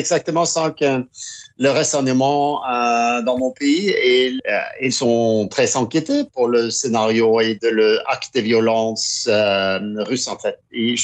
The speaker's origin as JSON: {"language": "French", "region": "Oslo", "country": "Norway", "tie": "born there", "also_born_or_lived": "Kirkenes, Norway", "second_language": "French", "said": "je suis grandi quand je viens d'Oslo, la capitale de la Norvège, mais je suis grandi 5 ans dans une petite ville qui s'appelle Kirkenes. C'est une ville à la frontière russe"}